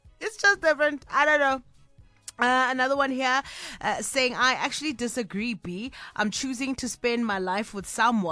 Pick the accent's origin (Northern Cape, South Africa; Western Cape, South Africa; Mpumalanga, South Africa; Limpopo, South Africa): Northern Cape, South Africa; Kimberley; I'm from Kimberley. That's like, we are neighbors